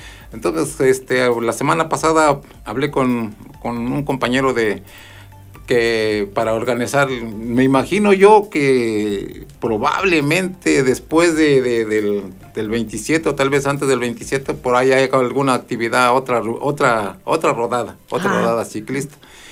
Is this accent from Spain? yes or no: no; Mexico; Ah, soy mexicano, viva México.